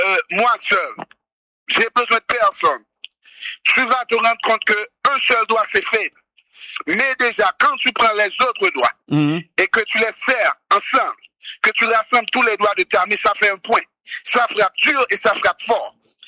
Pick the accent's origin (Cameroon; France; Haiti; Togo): Haiti; Ce qui nous fait défaut en 2026, comme peuple, en tant qu'Haïtien, c'est l'unité.